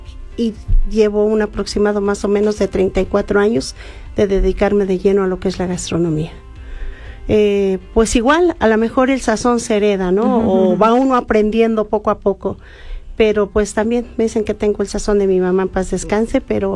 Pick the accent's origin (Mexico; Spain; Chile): Mexico; Actopan, Hidalgo; Yo soy de Actopan. Ellos se dedicaban a lo que era la barbacoa.